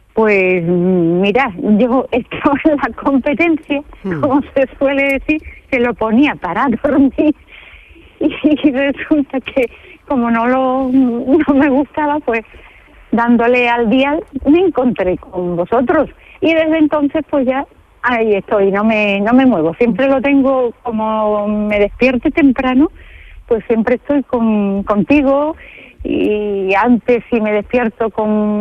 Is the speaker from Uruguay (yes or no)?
no; San Fernando, Andalusia, Spain; Pero voy a San Fernando, que es mi pueblo, y estoy haciendo historia del arte.